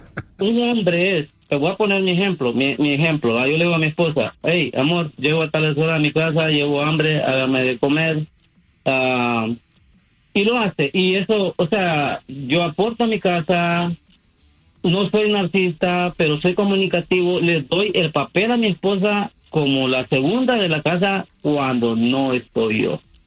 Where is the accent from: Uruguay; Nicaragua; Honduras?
Honduras; Sí, soy hondureño.